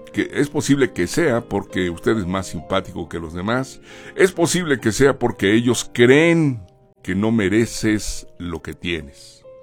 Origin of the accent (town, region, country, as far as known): Mexico